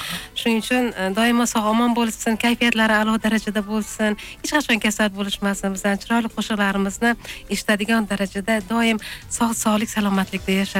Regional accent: Margilan, Fergana Region, Uzbekistan; Marg'ilonlik.

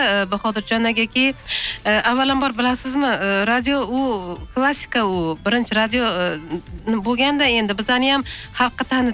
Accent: Margilan, Fergana Region, Uzbekistan; Marg'ilonlik.

